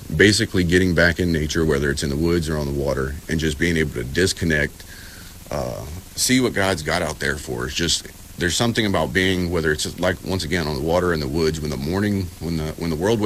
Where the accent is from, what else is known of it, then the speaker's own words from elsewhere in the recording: Houma, Louisiana, United States; moved away as an adult; now in Texas, United States; I'm originally from South Louisiana, so I'm not a Texas native, but I've spent half my life in Texas through my career.